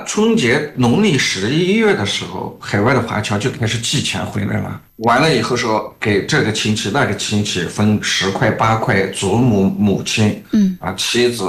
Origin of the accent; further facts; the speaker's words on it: China; 我们中国人在外面特别是广东人吧，特别喜欢煲汤